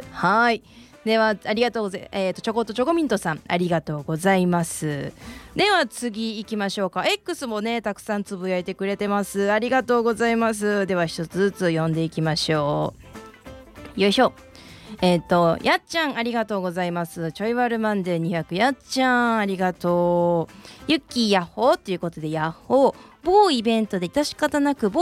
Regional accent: Miyazaki, Japan; 早速ですが、私の地元のゆるキャラは宮崎県の宮崎県です。

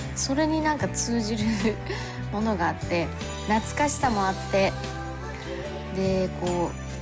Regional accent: Toba, Mie, Japan; 三重県の鳥羽出身なんですけど、子供の頃に食堂で食べたあんかけ焼きそばみたいな、

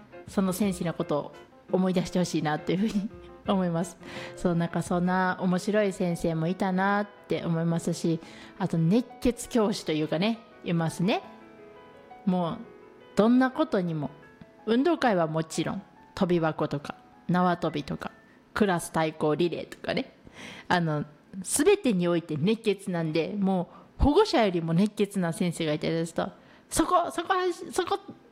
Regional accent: Higashiomi, Shiga, Japan; 私あの東近江市の五箇所出身なんで

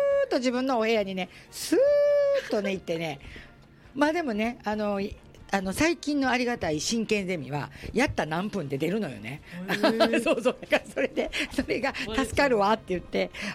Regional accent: Osaka, Japan; 私も大阪人なので

